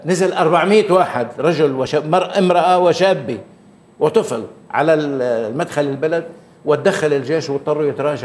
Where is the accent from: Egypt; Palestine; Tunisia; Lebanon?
Palestine; يجب أن نبحث عن مكان لنا فيها كفلسطينيين